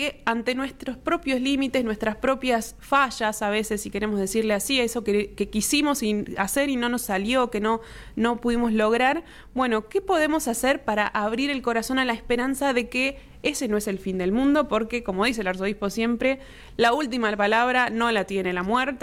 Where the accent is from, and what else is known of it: Argentina